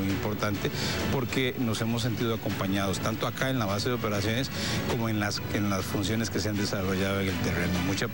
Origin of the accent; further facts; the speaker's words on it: Costa Rica; El equipo de costarricenses somos 48 personas del Cuerpo de Bomberos y de la Comisión Nacional de Prevención de Riesgos y Atención de Emergencias.